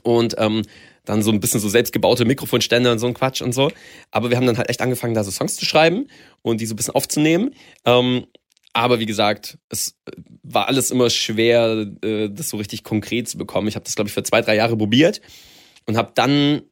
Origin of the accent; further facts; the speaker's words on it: Baden-Württemberg, Germany; Erstmal so da lokal in dem Dorf, wo ich aufgewachsen bin. In Nähe von Stuttgart tatsächlich.